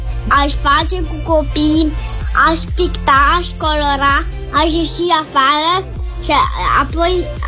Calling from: Bucharest, Romania; din București și am 4 ani.

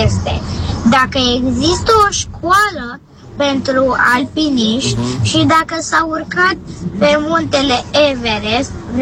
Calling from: Cluj-Napoca, Cluj County, Romania; sunt din Cluj, am 7 ani

